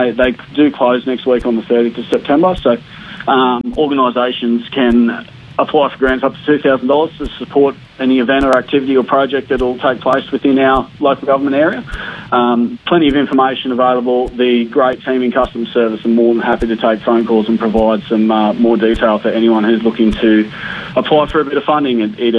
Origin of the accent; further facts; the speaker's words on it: Quirindi, New South Wales, Australia; pretty well born and bred in Quirindi. Moved away a couple of times for work and study, but have found it back here.